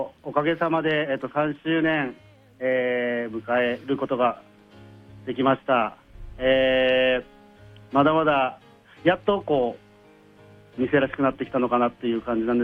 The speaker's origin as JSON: {"language": "Japanese", "region": "Kagoshima", "country": "Japan", "said": "はい、あの鹿児島の、うん、人間なんです"}